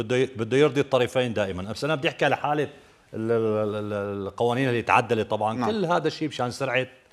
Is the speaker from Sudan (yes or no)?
no; Syria; نتشرف فيه اكيد طبعا كسوريين